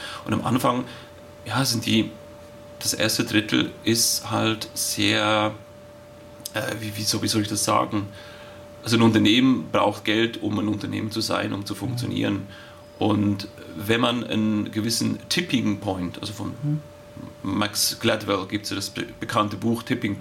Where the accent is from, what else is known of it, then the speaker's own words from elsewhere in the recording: Switzerland; Ich bin in der Schweiz aufgewachsen.